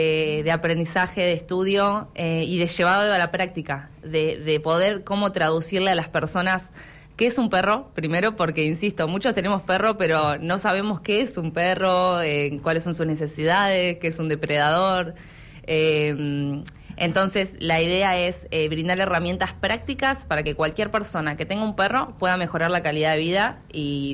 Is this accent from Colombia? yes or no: no; Trelew, Chubut, Argentina; moved away; emocionada por volver a Trelew, que es mi ciudad natal.